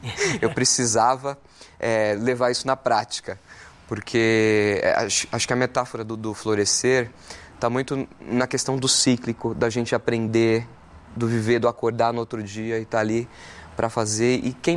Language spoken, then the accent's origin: Portuguese; São Paulo, Brazil; Sou do Campo Limpo, Santo Amaro.